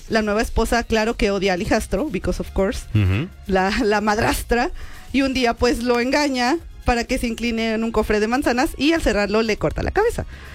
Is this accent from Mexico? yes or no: yes; Mexico